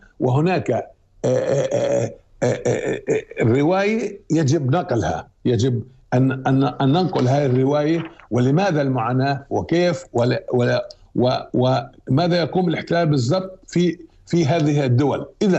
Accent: Palestine; now in Spain; طب أنا فلسطيني، أوكي فلسطيني إسباني أو إسباني من أصل فلسطيني

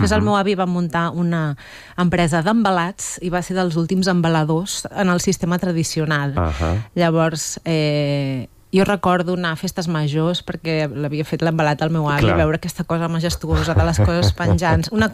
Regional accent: Mollet del Vallès, Catalonia, Spain; also born or lived in Granollers / Sant Fost de Campsentelles; jo vaig créixer a Mollet, escola a Mollet

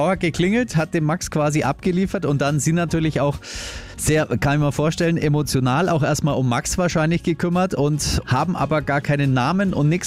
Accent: Augsburg, Bavaria, Germany; in der Nähe von Augsburg, meine alte Heimat

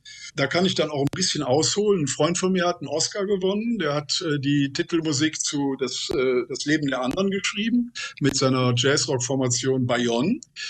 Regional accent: Cologne, North Rhine-Westphalia, Germany; Wie kann ich mit Kölnern und wie kann ich mit mir als Kölner leben?

